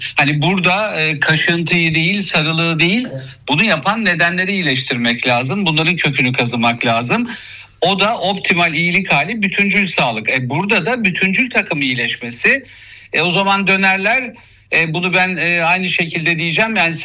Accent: Black Sea Region, Turkey; Ama işte biraz da Karadenizlilik, ben de Karadenizliyim.

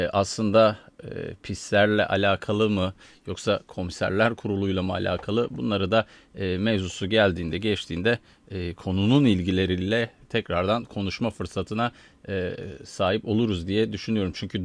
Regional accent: Adana, Turkey; Adana'da hem kendi memleketim hem de pozitif ayrımcılık yapmak gerekirse yağmurlara, sellere teslim olan bir şehir oldu.

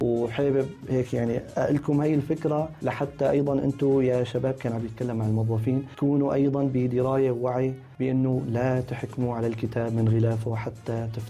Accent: Syria; moved away; نحن كمجتمع سوري، كمجتمع عربي بشكل عام، كمجتمع سوري بشكل خاص، عندنا ترابط اجتماعي وثيق

